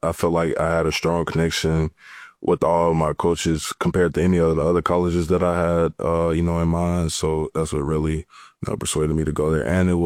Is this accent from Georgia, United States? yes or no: no; Birmingham, Alabama, United States; also born or lived in Hoover; No, I'm from Birmingham originally, but I moved to Hoover.